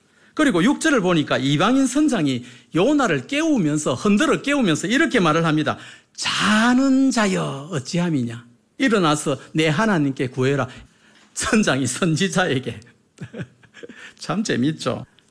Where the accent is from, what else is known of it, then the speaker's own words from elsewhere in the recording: Busan, South Korea; moved away as an adult; now in Jeolla, South Korea; 저는 부산 사람인데